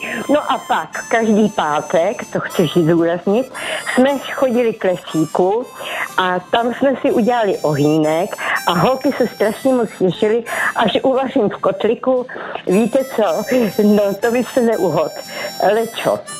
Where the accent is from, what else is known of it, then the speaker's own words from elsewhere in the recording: Verneřice, Ústí nad Labem Region, Czechia; now in Terezín, Czechia; z Terezína, pocházím z Vernežic